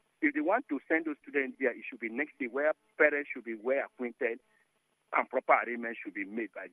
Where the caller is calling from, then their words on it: Nigeria; I'm calling from Borogoro.